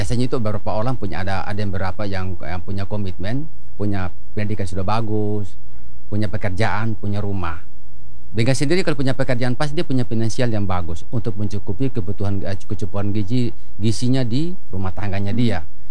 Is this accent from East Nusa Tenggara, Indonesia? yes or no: yes; Sumba, East Nusa Tenggara, Indonesia; kami di Sumba khususnya kami orang Sumba